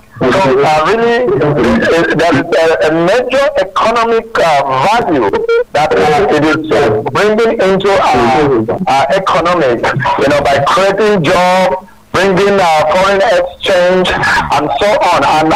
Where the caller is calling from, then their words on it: Lagos, Nigeria; I'm calling from Lagos.